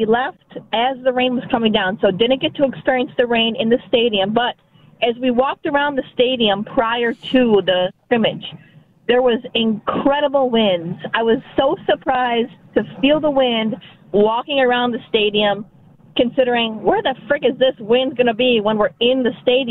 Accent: Buffalo, New York, United States; Born and raised Buffalo, New York, baby.

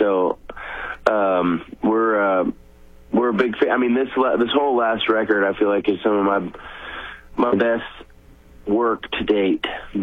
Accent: San Antonio, Texas, United States; born or raised there; now in Granbury, United States

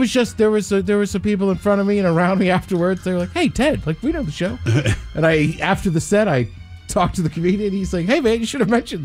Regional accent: United States; as an American

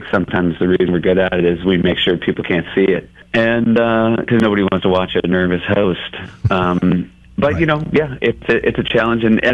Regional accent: New Hampshire, United States; for me, like when I grew up in New Hampshire, you know, we ultimately didn't go anywhere. We were happy to know that most of the rest of the world came to New Hampshire in the summer.

